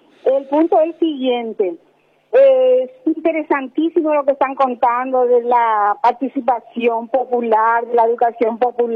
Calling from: Paraguay; todos los paraguayos

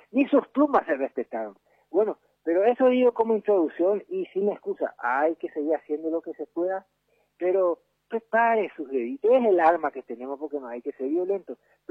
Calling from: Paraguay; Somos sencillos paraguayitos.

